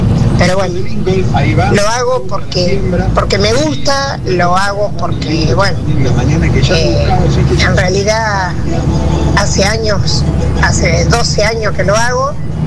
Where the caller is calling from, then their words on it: Buenos Aires Province, Argentina; soy de Pastel.